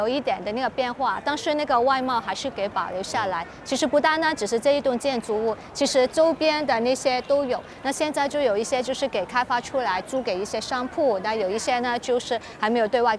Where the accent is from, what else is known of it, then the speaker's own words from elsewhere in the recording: Macau; 我们澳门人叫它做骑楼。